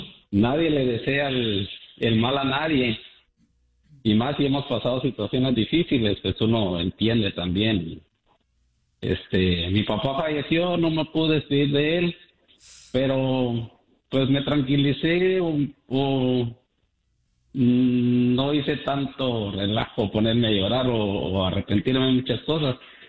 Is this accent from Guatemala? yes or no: yes; Guatemala; No, pero pues de todos modos, soy de Guatemala y me encanta el programa de ustedes.